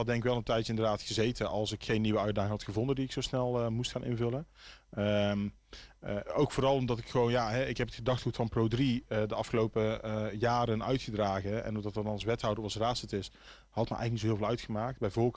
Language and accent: Dutch; Kaatsheuvel, North Brabant, Netherlands; ik ben zelf opgegroeid in Kaatsheuvel. Ik woon heel mijn leven al in Kaatsheuvel.